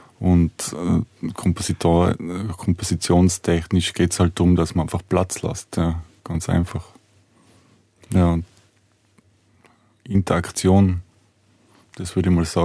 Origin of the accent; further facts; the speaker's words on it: Natters, Tyrol, Austria; das ist so Hommage an meinen Heimatort Nutters, da gibt es einen kleinen See.